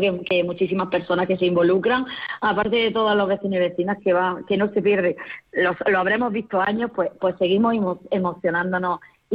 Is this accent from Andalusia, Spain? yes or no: yes; Molvízar, Andalusia, Spain; yo invito no solo a la gente alrededor de mi pueblo, sino a toda la provincia y a toda Andalucía, si me está escuchando, gente de fuera de Granada, porque yo creo que Molvízar está en un entorno y en un enclave privilegiado